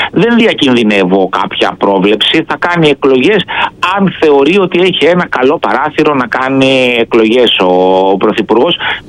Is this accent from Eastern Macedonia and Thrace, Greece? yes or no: no; Thessaloniki, Central Macedonia, Greece; επιθυμία μου είναι να κατέλθω στην Αλφα Θεσσαλονίκη, στην περιφέρειά μου, στις επόμενες εκλογές, δηλαδή στην πατρίδα μου εννοώ.